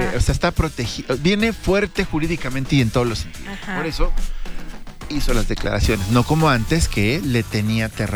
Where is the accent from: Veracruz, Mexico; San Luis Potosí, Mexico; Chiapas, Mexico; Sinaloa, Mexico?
San Luis Potosí, Mexico; born there; mi pueblo, mi ciudad que me vio nacer.